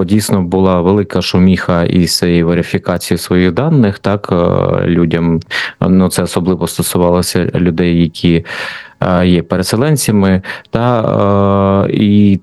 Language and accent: Ukrainian; Kharkiv, Kharkiv Oblast, Ukraine; now in Lviv, Ukraine; Ну, а ще ж купа харків'ян і харківок самі є переселенцями. Ну, от я, наприклад, теж маю статус переселенця. Я поки що мешкаю у Львові.